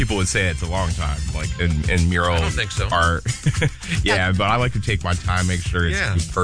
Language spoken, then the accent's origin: English; Toledo, Ohio, United States; I grew up in West Toledo.